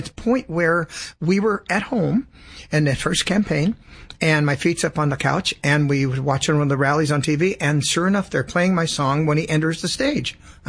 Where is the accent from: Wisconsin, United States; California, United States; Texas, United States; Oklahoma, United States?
California, United States; Sacramento; also born or lived in Los Angeles; I'm from California, born in Los Angeles, raised in Sacramento.